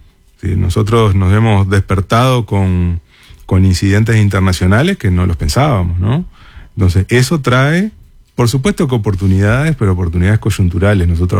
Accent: Uruguay

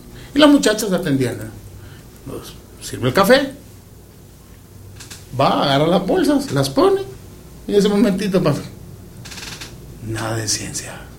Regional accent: Siguatepeque, Comayagua, Honduras; Soy de Honduras.

